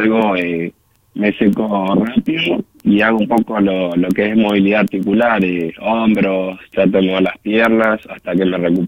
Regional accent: Argentina; now in Córdoba, Argentina; Quedamos dos argentinos en el podio

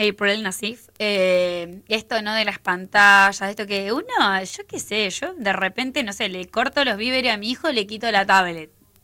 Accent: Perito Moreno, Santa Cruz, Argentina; recuerdan que yo me crié en la Casa de Servicios Públicos. Bueno, la Casa de Servicios Públicos tenía una parabólica en donde fue el primer lugar que tuvo internet Perito Moreno.

